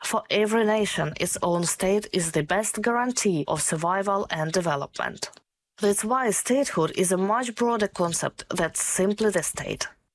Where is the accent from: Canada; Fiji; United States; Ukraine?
Ukraine; now in New Zealand; I grew up in Ukraine, where New Year has always been a winter celebration.